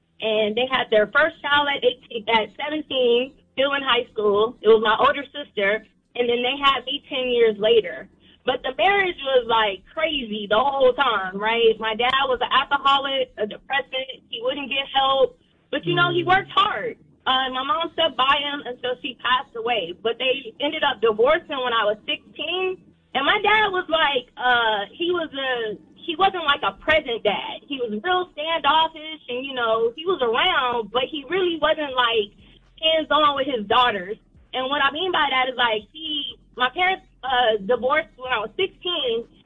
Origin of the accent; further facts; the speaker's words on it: San Antonio, Texas, United States; now in Fayetteville, United States; I'm 43 years old, originally from San Antonio, Texas. I live in Fayetteville now, due to the military.